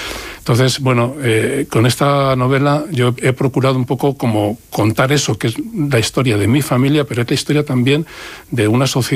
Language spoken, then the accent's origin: Spanish; Madrid, Community of Madrid, Spain; born there; se vinieron al día siguiente de casarse a Madrid, al barrio de Usera, que es donde yo nací, muy orgulloso de nacer allí en Usera.